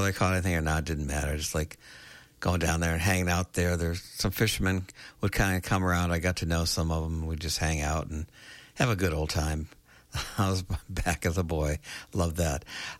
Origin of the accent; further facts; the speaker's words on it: Michigan, United States; I grew up in Michigan on right on the banks of the Huron River